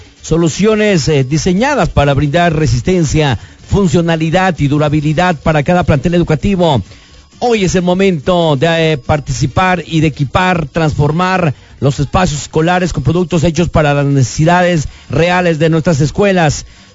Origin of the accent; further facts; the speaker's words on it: Las Margaritas, Chiapas, Mexico; Yo soy de Margaritas.